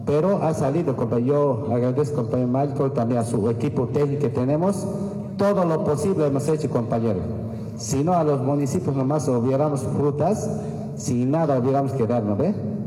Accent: Cochabamba, Bolivia; somos del trópico de Cochabamba

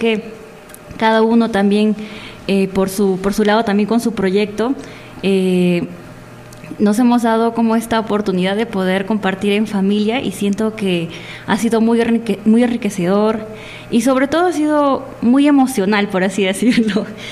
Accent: Peru; todos somos peruanos.

